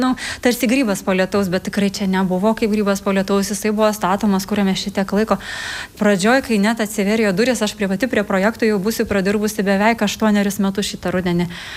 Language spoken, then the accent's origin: Lithuanian; Samogitia, Lithuania; aš pati kilusi iš Žemaitijos. Man įdomu sužinoti daugiau apie miestelius, iš kurių aš pati esu kilusi, aš pati iš mažo miestelio Žemaitijoje.